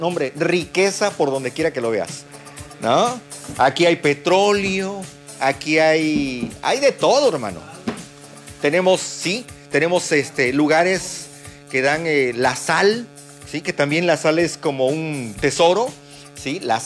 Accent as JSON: {"language": "Spanish", "country": "Mexico"}